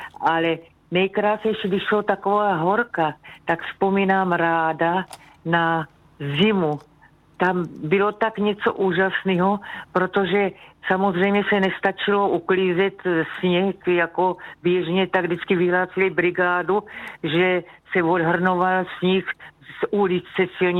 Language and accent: Czech; Brno, South Moravian Region, Czechia; moje rodiště bylo Brno, Černá Pole, no a to jsme byli na kopečku, tak samozřejmě krásné zahrady a nejkrásnější třešně